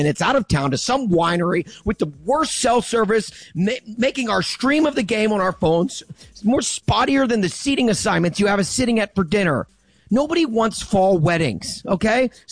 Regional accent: Nashville, Tennessee, United States; And maybe, look, I grew up in Nashville, okay?

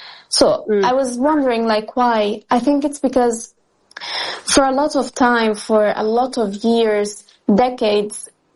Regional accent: Lazio, Italy; first language Italian and Arabic; English is a second language; I grew up bilingual. Like, I was born in Italy, so of course school in Italian, everything in Italian, but I always used to speak Arabic at home, like, since a very, very, very young age, like since I was born. So bilingual.

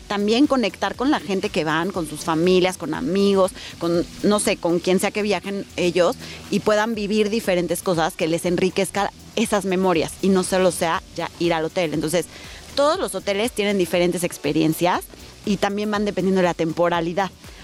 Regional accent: Mexico; porque como mexicanos nos une

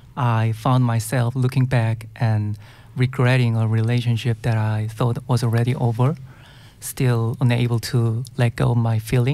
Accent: South Korea; first language Korean; English is a second language; My English is not fluent as my Korean. But actually in Korea, it's really common to have English lyrics in Korean songs.

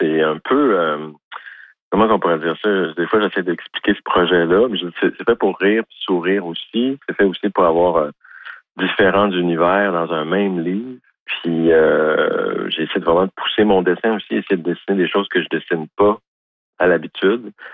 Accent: Quebec, Canada; accent: Québécois

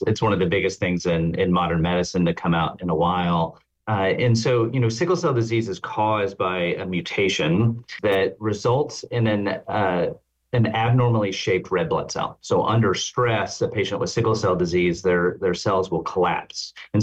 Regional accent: Arkansas, United States; So I grew up very rural in the Ozark Mountains of Arkansas.

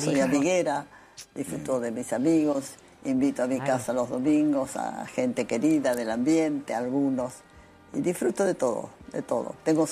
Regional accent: Argentina

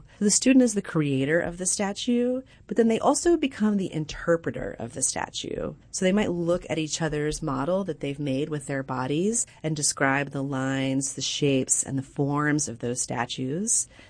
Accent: Nashville, Tennessee, United States; also born or lived in Austin; now in Albuquerque, United States; I grew up in Nashville

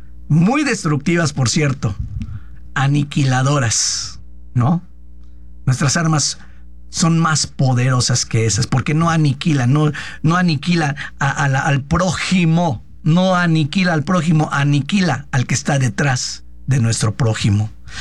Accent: Mexico; somos ciudadanos mexicanos, cómo no, en el tiempo que estamos aquí

